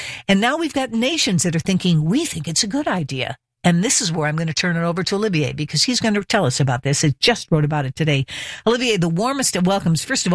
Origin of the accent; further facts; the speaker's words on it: Mid-Atlantic, United States; accent: mid-Atlantic; I have a mid-Atlantic accent.